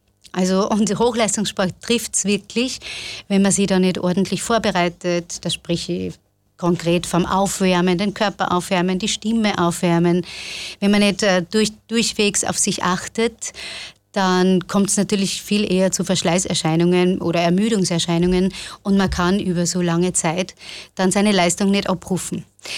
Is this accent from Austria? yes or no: yes; Linz, Upper Austria, Austria; Linz ist meine Heimat, beziehungsweise Oberösterreich.